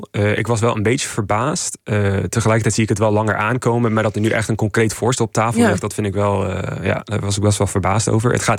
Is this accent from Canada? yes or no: yes; Canada; moved away; ik kom oorspronkelijk uit Canada.